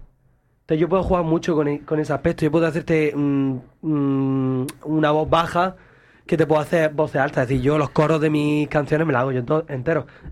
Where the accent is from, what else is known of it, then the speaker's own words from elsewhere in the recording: Tabernas, Andalusia, Spain; el Festival Western de Tabernas de mi pueblo, el Desierto Taberna.